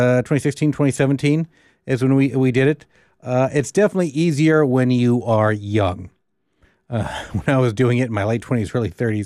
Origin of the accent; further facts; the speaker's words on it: Alaska, United States; And growing up in South Central Alaska, there wasn't exactly a whole lot of fencing clubs going on